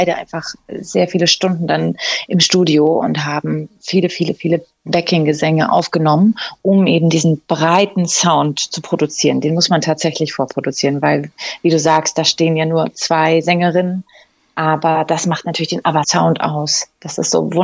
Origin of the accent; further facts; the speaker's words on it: Barby, Saxony-Anhalt, Germany; moved away; Ich komme nämlich ursprünglich aus Sachsen-Anhalt, aus Barbie.